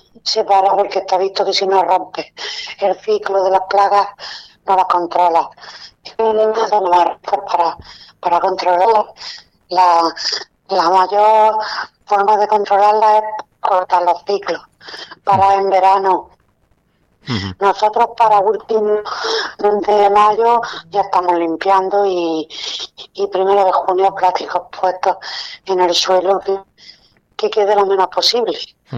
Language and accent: Spanish; Almería, Andalusia, Spain; los que somos de Almería y conocemos la feria, la hemos vivido desde niño.